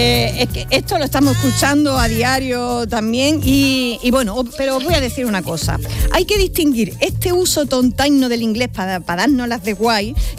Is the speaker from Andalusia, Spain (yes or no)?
yes; Andalusia, Spain; accent: Andalusian; Y aquí vamos a enlazar con algo que sabéis que me encanta y es nuestra particular forma de hablar en Andalucía.